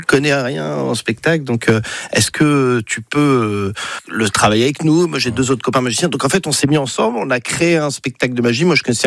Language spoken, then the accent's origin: French; Paris, Île-de-France, France; Mais et après, moi, j'ai grandi à la Contrescarpe.